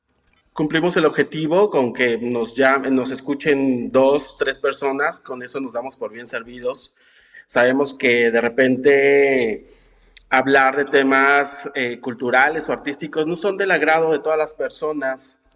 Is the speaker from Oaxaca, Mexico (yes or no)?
yes; Asunción Nochixtlán, Oaxaca, Mexico; Soy originario de Asunción Ochixtlán, Oaxaca. Tengo ya 37 años de edad